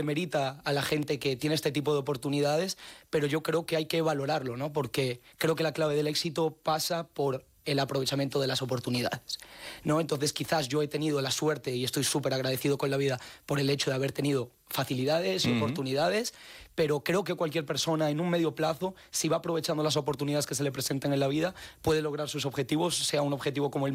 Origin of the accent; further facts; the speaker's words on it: Colombia; Yo jugaba al fútbol de pequeño, yo vivía en Colombia